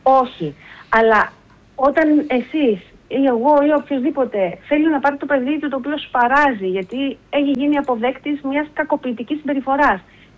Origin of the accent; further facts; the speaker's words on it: Greece; απευθύνομαι γενικά ως Ελληνίδα μητέρα